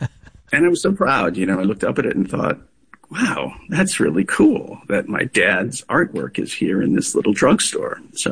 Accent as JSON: {"language": "English", "town": "Rochester", "region": "New York", "country": "United States", "tie": "born or raised there"}